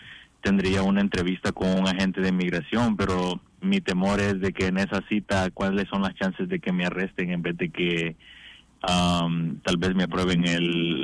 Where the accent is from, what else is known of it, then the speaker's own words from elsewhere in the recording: El Salvador; No, soy de El Salvador.